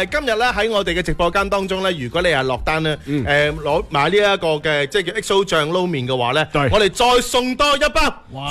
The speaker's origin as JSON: {"language": "Cantonese", "region": "Guangdong", "country": "China"}